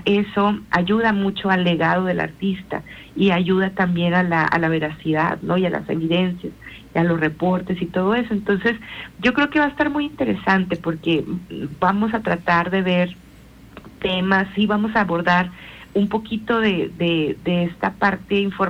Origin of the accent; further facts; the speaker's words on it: Ciudad Obregón, Sonora, Mexico; moved away as an adult; now in Houston, United States; yo soy de Ciudad Obregón, Sonora, pero tengo viviendo en Texas desde el 2019.